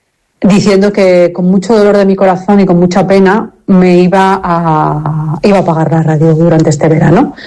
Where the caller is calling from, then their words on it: Alcalá de Henares, Community of Madrid, Spain; de Alcalá de Henares.